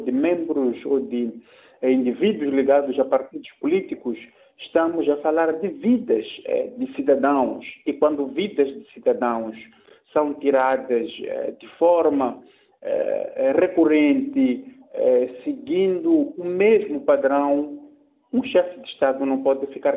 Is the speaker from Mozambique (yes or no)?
yes; Mozambique; enquanto não nos reconciliarmos como moçambicanos, dificilmente teremos paz.